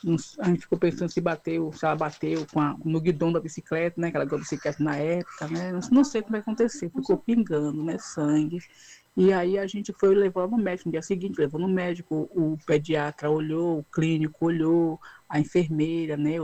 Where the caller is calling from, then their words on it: São Félix, Bahia, Brazil; Eu sou uma moradora aqui, eu sou de São Félix, sabe? Eu moro no povoado de Otelo Redondo.